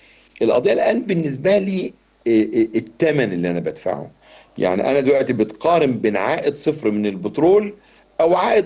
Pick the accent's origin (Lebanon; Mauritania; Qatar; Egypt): Egypt; وفي خط موجود من زمان، خط سوميد موجود عندنا في السويس،